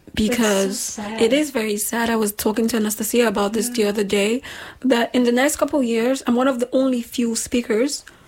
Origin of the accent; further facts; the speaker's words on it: Nigeria; When I meet people and I say I'm from Nigeria, they're like, oh, jollof rice, right?